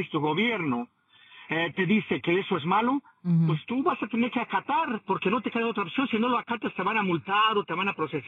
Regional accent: Mexico; La mayoría de nosotros en México, de nuestra generación

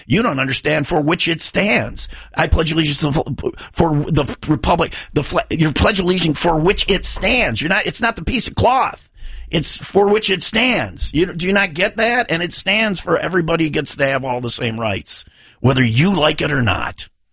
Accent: United States; I'm an American.

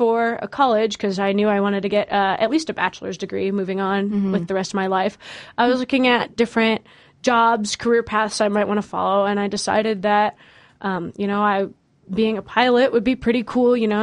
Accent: Clovis, California, United States; I'm from California originally.

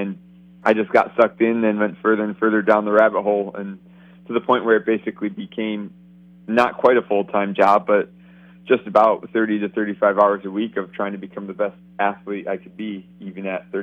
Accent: Michigan, United States; Well, so I grew up in Michigan, and as a kid, if you asked me what I wanted to be when I grew up, it would be a professional athlete.

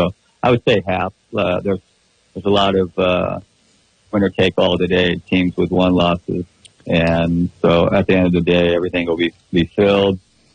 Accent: San Luis Obispo, California, United States; in my entire existence growing up in San Luis

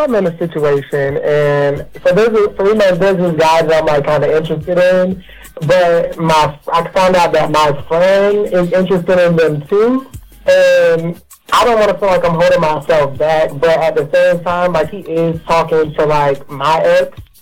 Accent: Orlando, Florida, United States; I'm from Orlando, Florida.

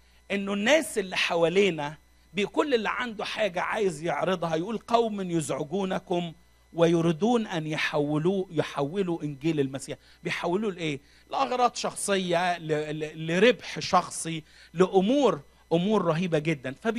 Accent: Egypt

